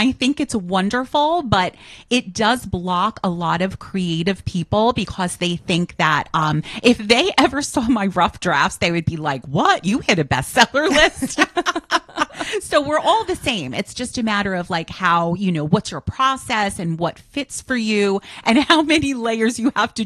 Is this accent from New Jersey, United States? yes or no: no; Hudson Valley, New York, United States; born or raised there; also born or lived in Queens, New York